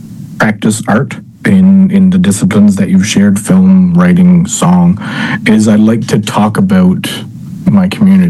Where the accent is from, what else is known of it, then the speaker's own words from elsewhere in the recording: Flat Bay, Newfoundland and Labrador, Canada; moved away; I have negative memories when I left the community. But growing up in Flat Bay